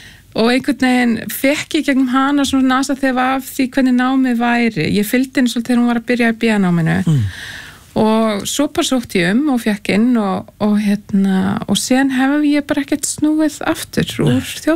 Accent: Hagi, Northeastern Region, Iceland; Já, ég úr Haga í aðaldal

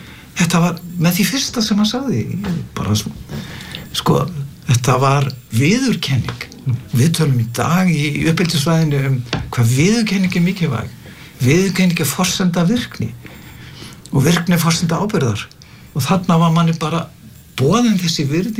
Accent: Stóragiljá, Northwestern Region, Iceland; Ég var uppalinn svona hálfuleiti á Stórugiljá, Norður Húnaþingi

